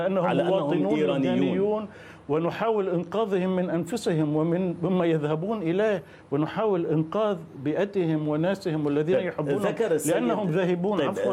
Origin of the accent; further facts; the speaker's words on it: Lebanon; نحن كلبنانيين